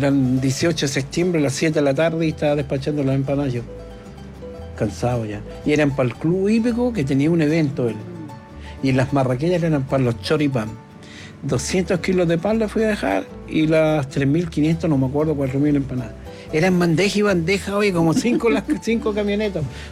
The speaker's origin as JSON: {"language": "Spanish", "country": "Chile", "said": "Bueno, somos los chilenos."}